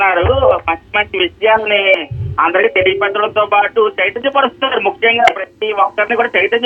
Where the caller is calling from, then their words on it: Bhimavaram, Andhra Pradesh, India; మా స్థానిక భీమవరం, పశ్చిమ గోదావరి జిల్లాలో భీమవరంలో